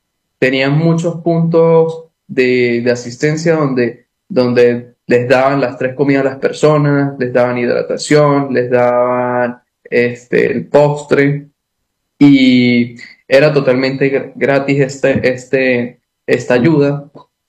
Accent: Venezuela; Eso fue muy llamativo para nosotros como venezolanos

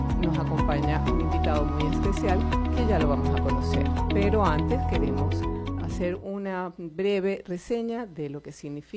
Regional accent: Venezuela; nuestro espacio venezolano, nuestro país

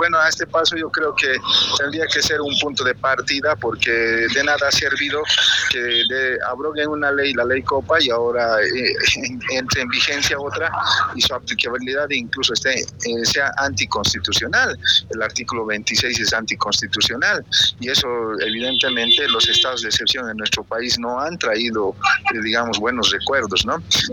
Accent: Bolivia; que nosotros como bolivianos no las vemos

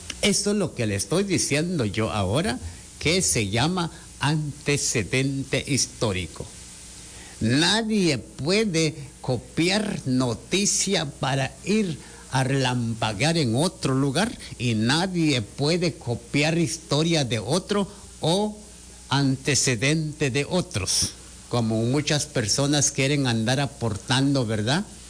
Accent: Jocotán, Chiquimula, Guatemala; Yo soy de Jocotán.

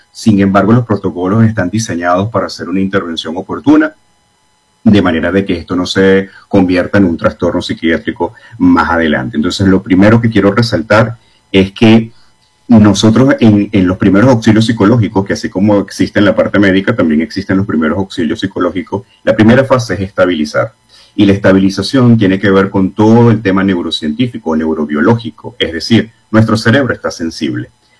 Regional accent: Venezuela; soy venezolano

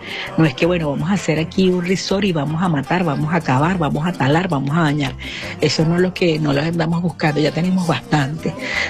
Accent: Apure, Venezuela; quise hablar del estado Apure, mi tierra, la tierra de mis hijos, una tierra que tiene tanto para dar

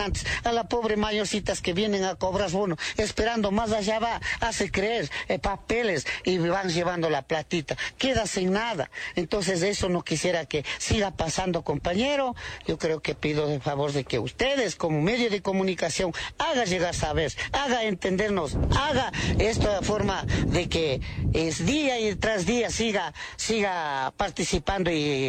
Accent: Cotopaxi, Ecuador; nosotros, gente indígena, la mayoría estamos aquí en Santa Rosa de Pichul, por ejemplo, de aquí al lado, somos de Huangaje, Tiwa, Guayama, Chukchilán, Moreta, Zumbagua, Huantopol

